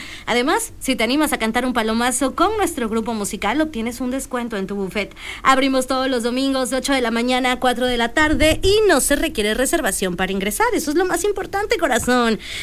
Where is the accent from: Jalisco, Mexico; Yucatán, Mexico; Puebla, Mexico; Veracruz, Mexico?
Veracruz, Mexico; Fortín; Yo soy de Fortín, chicos, y de repente me tocaba que en una época del año se dejaba venir como, híjole, como iban como en su viaje, un buen de mariposas